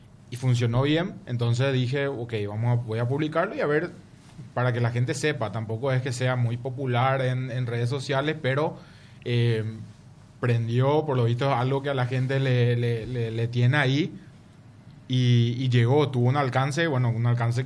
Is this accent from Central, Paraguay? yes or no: no; Asunción, Paraguay; yo soy asunceno y vivo y hago todo acá.